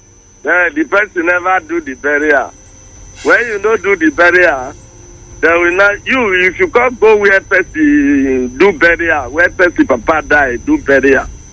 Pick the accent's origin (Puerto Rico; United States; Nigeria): Nigeria; Isolu, Kogi; I'm from Isolu, Yagba East local government, and Co Christian.